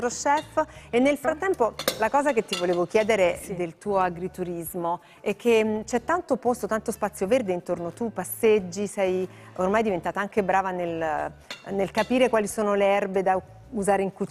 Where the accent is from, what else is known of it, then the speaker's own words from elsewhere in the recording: Campania, Italy; io sono campana